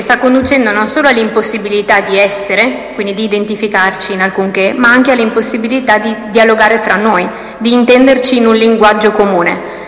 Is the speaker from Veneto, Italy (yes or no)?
yes; Veneto, Italy; Ricordo da Veneta la battaglia di Futuro Nazionale proprio in Veneto